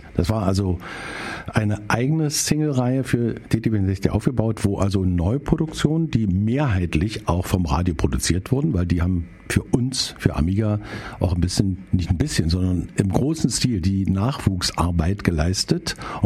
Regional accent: Berlin, Germany; ich komme aus der Hauptstadt der DDR.

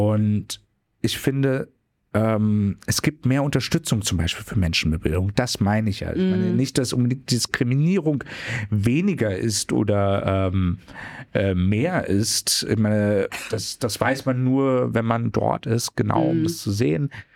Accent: Berlin, Germany; Ja, aber aber ich sehe mich ja auch hauptsächlich als Berliner

